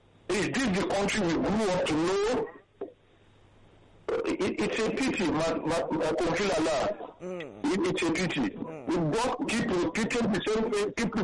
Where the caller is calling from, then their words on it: Uganda; I'm calling from Uganda.